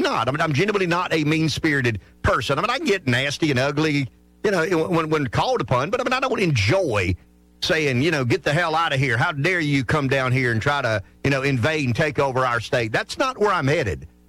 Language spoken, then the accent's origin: English; South Carolina, United States; I'm a Southern boy, unapologetically a Southern boy. I'm proud when people ask me, where are you from? South Carolina.